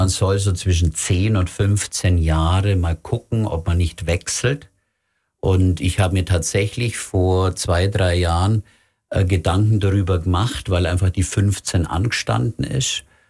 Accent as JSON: {"language": "German", "town": "Greisbach", "region": "Bavaria", "country": "Germany", "tie": "born or raised there", "said": "Und meine Heimat ist ja ursprünglich in Nordschwaben, in Greisbach. Da leben meine Eltern, in Donauwörth meine Schwester mit Familie."}